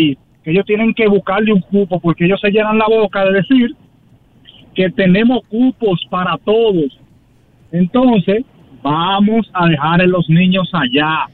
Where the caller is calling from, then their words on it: Santo Domingo, Dominican Republic; yo vivo en Santo Domingo